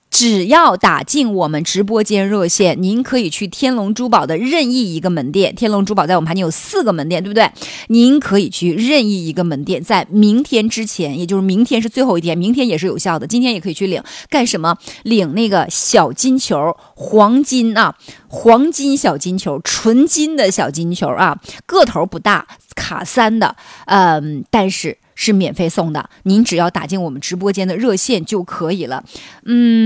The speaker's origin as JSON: {"language": "Chinese", "region": "Heilongjiang", "country": "China", "tie": "born or raised there", "moved": "yes", "said": "因为我老家就是黑龙江的。"}